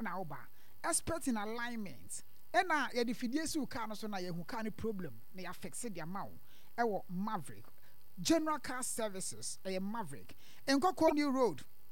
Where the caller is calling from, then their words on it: Kotoso, Eastern Region, Ghana; from Kotoso.